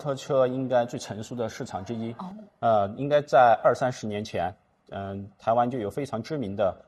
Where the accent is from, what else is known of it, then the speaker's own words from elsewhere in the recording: Chongqing, China; 这个就是我们重庆摩邦最早的底蕴。